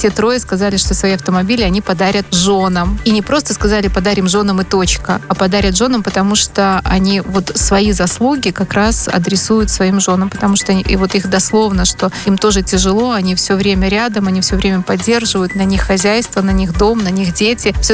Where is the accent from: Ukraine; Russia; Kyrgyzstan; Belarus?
Belarus; Это мы белорусы, это наша земля, вот это то, что исконно мы.